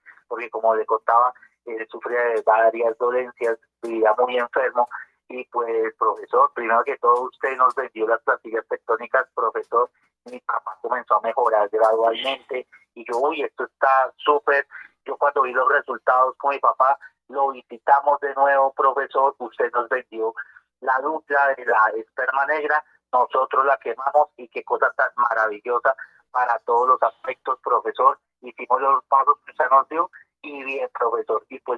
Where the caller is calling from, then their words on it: Bogotá, Bogotá D.C., Colombia; Yo llamo aquí de Bogotá, el barrio Britalia. Yo estoy aquí en Britalia, profesor.